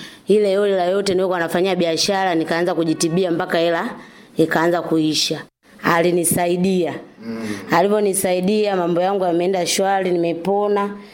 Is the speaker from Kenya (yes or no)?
no; Mtwara, Tanzania; Natokea mkoa wa Mtwara. nafanya biashara mazao.